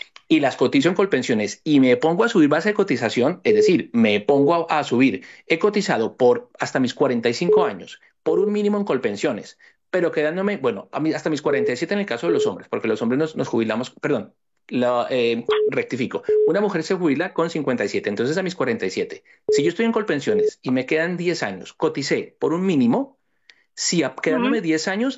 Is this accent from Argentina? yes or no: no; Colombia; moved away; los que somos de Colombia